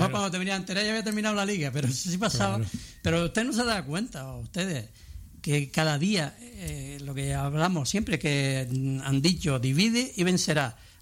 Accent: Spain; Que al final ganara España, lógicamente, como español.

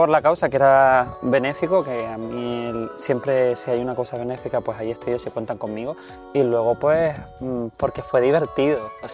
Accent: Firgas, Canary Islands, Spain; soy muy de pueblo, yo soy de Firca, el pueblo más pequeñito de Gran Canaria, que apenas tiene 7.500 habitantes

